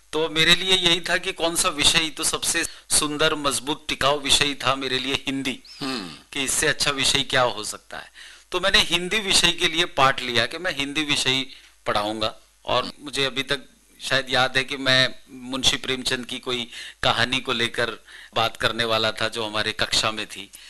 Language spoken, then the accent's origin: Hindi; Ahmedabad, Gujarat, India